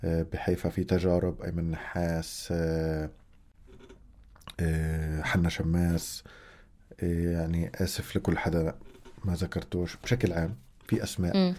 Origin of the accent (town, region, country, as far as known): Palestine